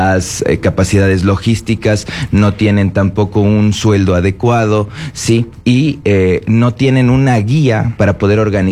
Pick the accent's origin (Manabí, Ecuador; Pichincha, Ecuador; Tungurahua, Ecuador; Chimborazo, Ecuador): Pichincha, Ecuador; Quito; a mí me duele como quiteño